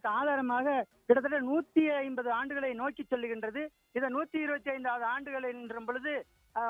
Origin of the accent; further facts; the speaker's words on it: Sulkarapatti, Tamil Nadu, India; நான் சுல்காரப்பட்டியை சேர்ந்தவர்.